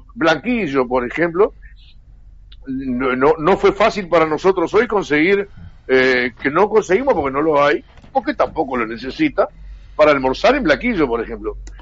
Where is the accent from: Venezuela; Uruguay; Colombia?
Uruguay; los que somos de Sarandí